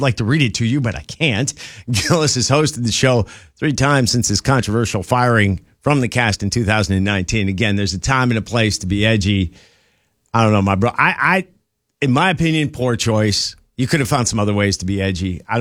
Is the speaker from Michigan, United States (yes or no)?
yes; Michigan, United States; Look, I have no use for anything in Northern Ohio, trust me, as growing up in Michigan.